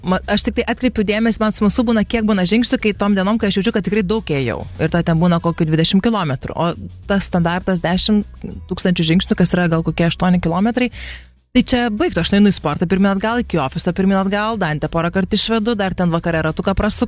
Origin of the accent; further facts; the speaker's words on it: Vilnius, Vilnius County, Lithuania; Aš esu Vilnietė, aš gyvenu centre, aš augus centre, mokyklą centre, jis galų galia į universitetą centriniuose rūmuose vaėjau, nes lietuvių filologijos bakalauro baigiau. Tai man tas, nu, žinai, senamiesčio gatvelis yra toks, nu, kasdienybė jau 42 metus.